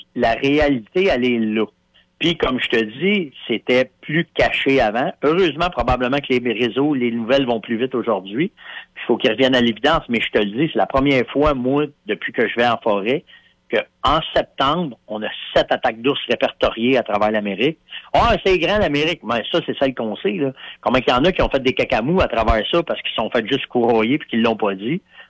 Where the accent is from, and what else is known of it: Canada